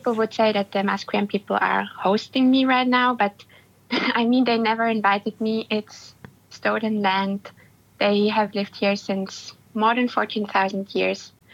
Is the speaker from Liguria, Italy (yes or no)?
no; Trentino-Alto Adige, Italy; And I'm originally from South Tyrol, which is in the north of Italy. It's a German minority.